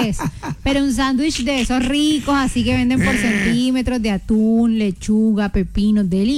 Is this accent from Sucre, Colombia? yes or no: no; Cartagena, Bolívar, Colombia; También soy cartagenera.